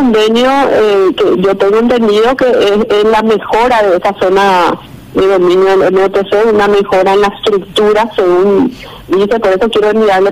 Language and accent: Spanish; Paraguay; Para nosotros como paraguayos